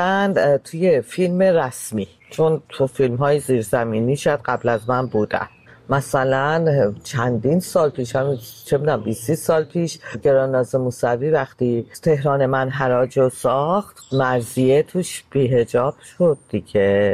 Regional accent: Iran; now in Germany; من 19 سال پیش از ایران اومدم بیرون.

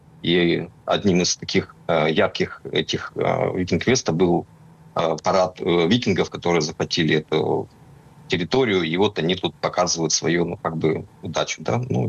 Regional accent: Murmansk Oblast, Russia

